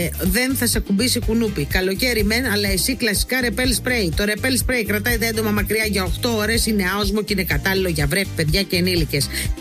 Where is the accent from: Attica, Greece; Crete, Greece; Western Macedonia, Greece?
Crete, Greece; Inoi; εκεί στα μέρη μου στην Ινώη μπήκε φωτιά.